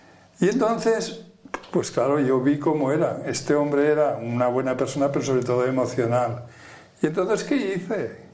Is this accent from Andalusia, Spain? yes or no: no; Aragon, Spain; de la provincia de Huesca, de donde soy yo